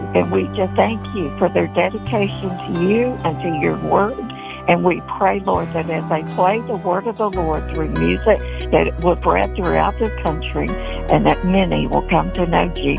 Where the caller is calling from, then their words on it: Tyler, Texas, United States; I'm from Tyler.